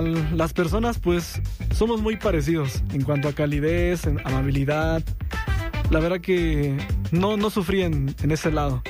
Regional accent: Oaxaca, Mexico; first language Spanish; yo soy de Oaxaca y siempre voy a hablar de mi estado

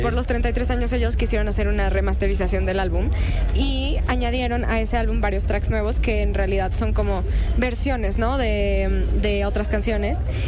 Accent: Oaxaca, Mexico; moved away as an adult; now in Mexico City, Mexico; soy de Oaxaca. Yo el otro día me estaba preguntando si soy la primera artista oaxaqueña

